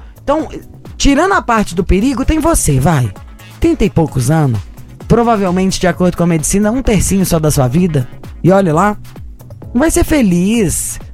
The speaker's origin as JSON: {"language": "Portuguese", "country": "Brazil", "said": "nós somos brasileiros, gente."}